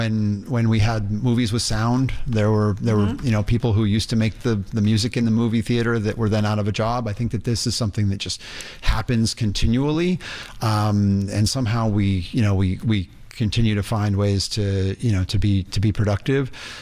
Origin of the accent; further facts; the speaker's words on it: Indiana, United States; Look, I'm a skateboarder from Indiana.